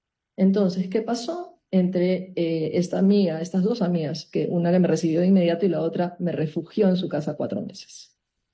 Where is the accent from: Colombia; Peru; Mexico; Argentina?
Peru; now in Panama; soy peruana y vivo en Panamá hace 39 años.